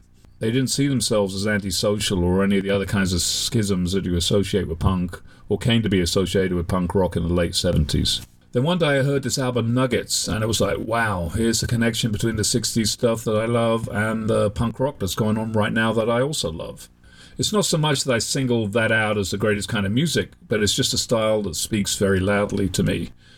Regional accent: England, United Kingdom; moved away as an adult; now in United States; yes, I was born in England, I grew up there, and I moved to the United States in my mid-20s.

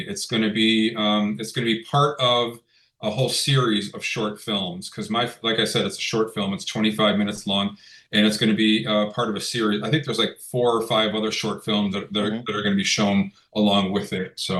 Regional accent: Webster, New York, United States; As you know, Rochester is my hometown. I grew up in Webster.

